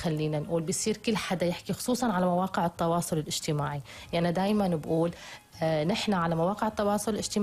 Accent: Syria

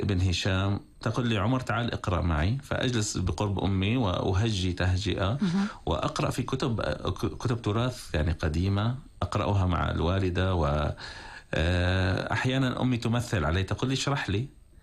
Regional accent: Harasta, Rif Dimashq, Syria; أنا نشأت في دمشق في الغوطة الشرقية في حرستا. عائلتنا عائلة علمية

